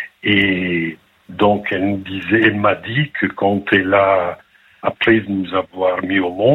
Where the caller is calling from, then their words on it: France; moi j'habite en France, mais elle est en Italie.